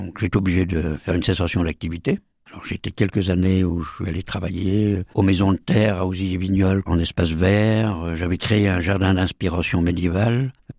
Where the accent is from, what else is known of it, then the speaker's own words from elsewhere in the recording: Frontenay-sur-Dive, Nouvelle-Aquitaine, France; Voilà, je suis originaire de Frontenay-sur-Dive, à côté de Saint-Jean-de-Sauve, entre Mirbeau et Loudun, Nord-Vienne. J'y suis toujours, voilà.